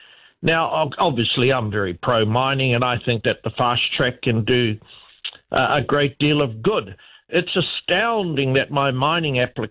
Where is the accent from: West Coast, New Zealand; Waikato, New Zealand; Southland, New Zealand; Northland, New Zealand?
Northland, New Zealand; Kaitaia; I come from Kaitaia, and I can tell you, vast majority of people in Kaitaia, when they hear the word climate, they just conceive it to be the weather.